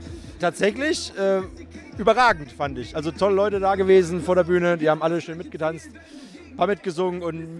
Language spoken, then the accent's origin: German; Thuringia, Germany; moved away; Ich komme aus Thema ursprünglich.